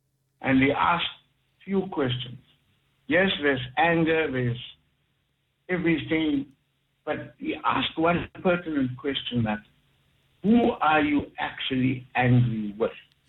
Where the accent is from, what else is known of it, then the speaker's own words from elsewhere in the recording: Johannesburg, Gauteng, South Africa; growing up in Westbury